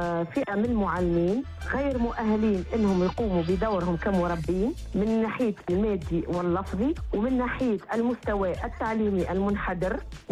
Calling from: Kairouan, Kairouan Governorate, Tunisia; أنا والية بمدرسة بالقيروان

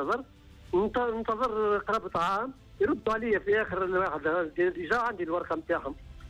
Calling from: Sousse Governorate, Tunisia

